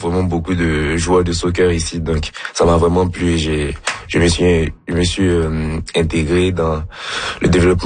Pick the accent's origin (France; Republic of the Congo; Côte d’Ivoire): Côte d’Ivoire; now in Canada; étant donné que je viens de la Côte d'Ivoire, j'ai commencé à pratiquer ce sport depuis que je suis tout petit.